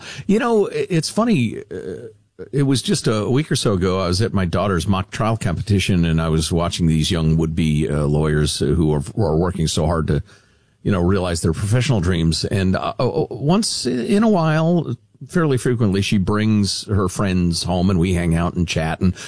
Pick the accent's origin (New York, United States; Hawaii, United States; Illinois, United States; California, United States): Illinois, United States; Chicago; I was a kid growing up in Chicagoland, very much into rock and roll and Motown and that sort of thing.